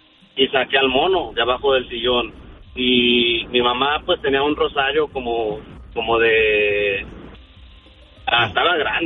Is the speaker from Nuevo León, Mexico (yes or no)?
no; Guanajuato, Mexico; Soy de un pueblo cerca de Celaya y San Miguel de Allende, vivo en medio de esas dos ciudades.